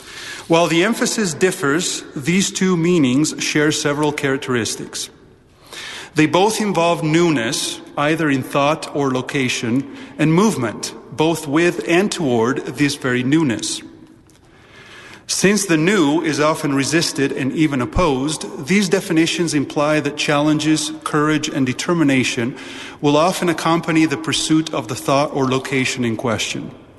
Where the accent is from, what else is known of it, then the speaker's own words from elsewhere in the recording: Italy; English is a second language; What I am about to tell you is the story of my family, my home country, my people. It is my story. To be sure, my personal experience is only a small fraction of the history of Mormonism in Italy.